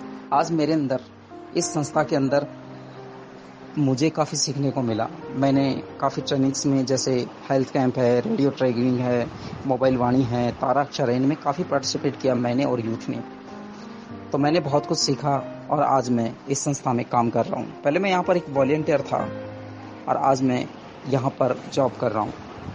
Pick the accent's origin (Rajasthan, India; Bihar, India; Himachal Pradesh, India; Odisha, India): Rajasthan, India; Gijgarh